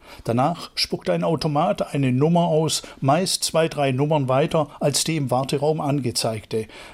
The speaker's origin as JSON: {"language": "German", "region": "Berlin", "country": "Germany", "said": "Als Berliner fühlt man sich da wie in einem Märchen."}